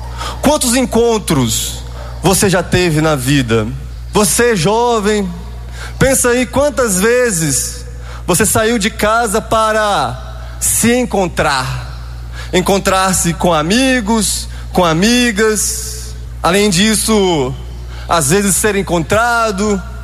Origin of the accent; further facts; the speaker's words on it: Itaúna, Minas Gerais, Brazil; sou natural de Minas Gerais, cidade de Itaúna.